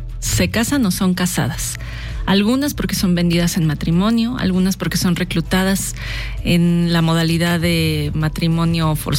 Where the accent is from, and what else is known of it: Mexico